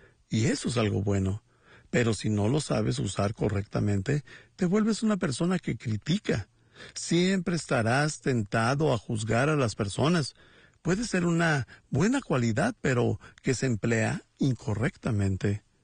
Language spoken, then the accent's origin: Spanish; Bolivia; soy de Bolivia.